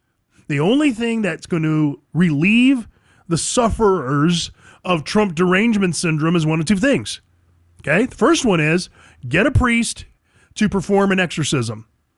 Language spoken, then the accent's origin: English; California, United States; moved away as an adult; I'm from California. So you're getting the truth. I know. I'm from there. I was born and raised there. I didn't even leave there until I was 30 years old. 27 years ago. My family's still there. Friends are still there.